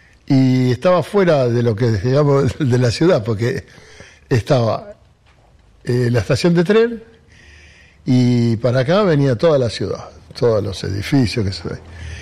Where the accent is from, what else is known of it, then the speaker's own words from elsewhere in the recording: Río Cuarto, Córdoba, Argentina; born there; Nací en la ciudad, nací en Córdoba, nací en Río Cuarto.